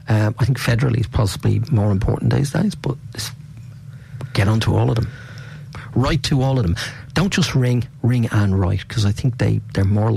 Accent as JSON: {"language": "English", "country": "Ireland", "said": "And I come from Ireland. We had a history of it, unfortunately. And we still there's still a little bit of it there."}